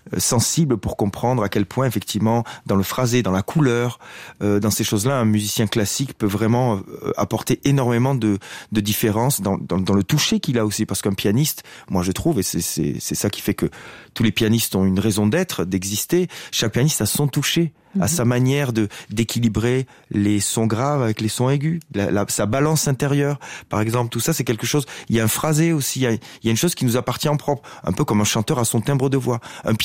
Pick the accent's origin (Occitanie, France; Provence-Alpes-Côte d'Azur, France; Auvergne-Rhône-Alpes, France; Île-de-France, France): Occitanie, France; Donc moi je suis des Hautes-Pyrénées. Donc c'est un endroit c'est l'endroit où je suis né et où j'habite encore aujourd'hui d'ailleurs.